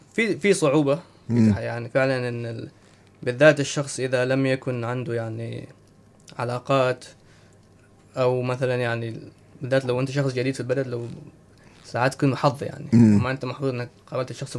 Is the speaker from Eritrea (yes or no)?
yes; Eritrea; now in Australia; وفي حياتي كانسان إريتري مسلم في استراليا يعني